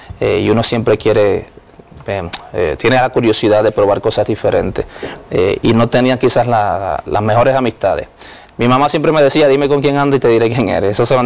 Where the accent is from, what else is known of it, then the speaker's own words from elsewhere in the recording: Puerto Rico; En obviamente la isla donde soy natal, de Puerto Rico.